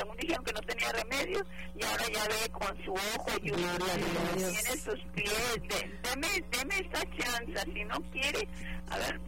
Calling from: Tecate, Baja California, Mexico; Yo le estoy hablando de Tecate

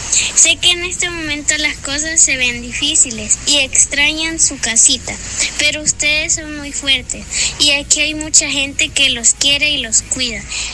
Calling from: Panchimalco, San Salvador, El Salvador; de Panchimalco.

